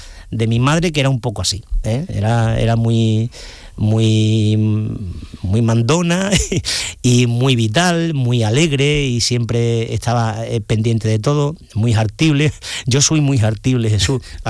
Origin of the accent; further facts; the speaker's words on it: Ubrique, Andalusia, Spain; A mí me tira mucho Cádiz, yo siempre digo que soy un gaditano con piel de ubrique